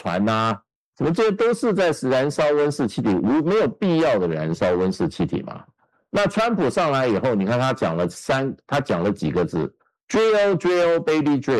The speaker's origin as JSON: {"language": "Chinese", "country": "China", "also_born_or_lived": "Midwest, United States", "moved": "yes", "said": "我们中国"}